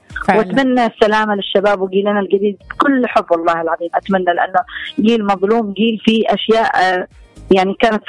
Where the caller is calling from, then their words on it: Aden, Yemen; بالذات نحن في اليمن وفي عدن